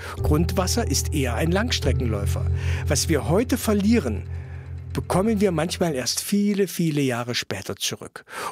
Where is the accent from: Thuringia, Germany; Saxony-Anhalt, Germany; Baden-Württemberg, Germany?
Saxony-Anhalt, Germany